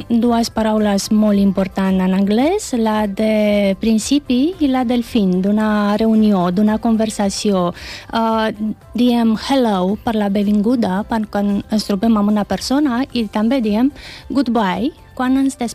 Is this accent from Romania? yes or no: yes; Romania; Catalan is a second language; moved away as an adult; now in Calafell, Spain; Sí, sóc romanesa. L'anglès va entrar a la meva vida quan era bastant gran, diguem-ne, tenia uns 11-12 anys.